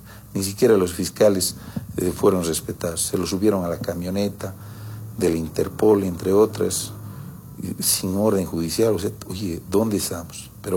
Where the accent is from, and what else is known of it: Bolivia